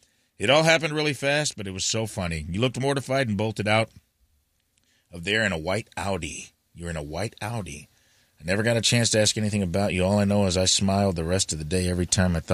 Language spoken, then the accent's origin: English; California, United States; now in ?; I'm Korean American. I take pretty good care of myself, work out, and stay in shape. I'm from the Bay Area